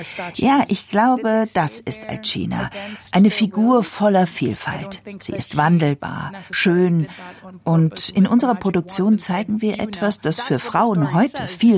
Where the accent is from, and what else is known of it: Trinidad & Tobago; moved away